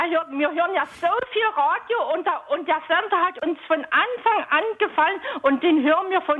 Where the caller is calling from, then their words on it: Saxony, Germany; Ich rufe aus Leipen an.